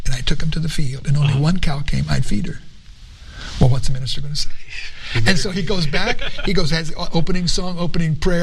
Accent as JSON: {"language": "English", "region": "Florida", "country": "United States", "said": "I'd call him a cowboy, you know, okay. because I'm from Florida."}